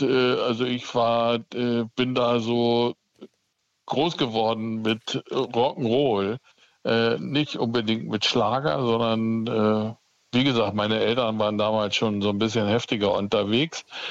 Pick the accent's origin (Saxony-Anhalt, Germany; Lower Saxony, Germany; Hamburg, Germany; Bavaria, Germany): Hamburg, Germany; Also ich bin 64 in Hamburg geboren.